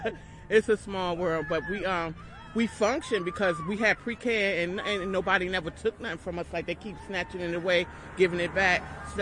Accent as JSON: {"language": "English", "region": "New Jersey", "country": "United States", "tie": "born or raised there", "also_born_or_lived": "Manhattan, New York", "moved": "yes", "lives_now": "North Carolina, United States", "said": "But see, I'm not from North Carolina. I was raised in Jersey, between Jersey and Manhattan, New York."}